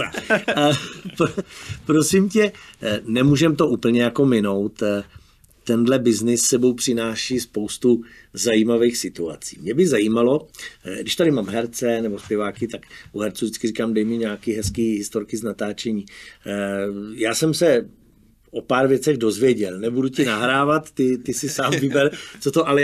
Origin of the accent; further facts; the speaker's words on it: Brno, South Moravian Region, Czechia; já jsem z Brna.